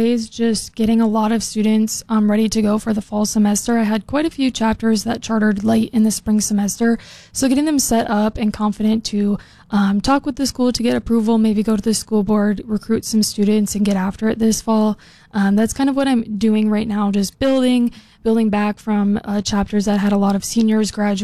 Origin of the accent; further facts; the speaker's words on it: Fairmount, North Dakota, United States; moved away as an adult; now in Fargo, United States; I grew up in Fairmont, North Dakota, and then I moved here to Fargo to study at North Dakota State University.